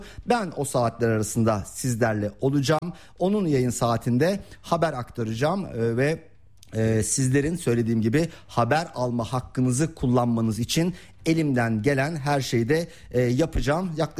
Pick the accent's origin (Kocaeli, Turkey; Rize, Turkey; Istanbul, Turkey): Istanbul, Turkey; ben de hani doğma büyüme Fatihliyim, çok iyi bilirim o bölgeleri de.